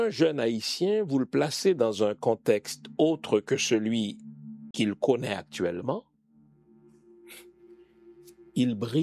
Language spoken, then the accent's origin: French; Haiti; mais bon Dieu, mais quelle fierté, moi aussi je suis haïtien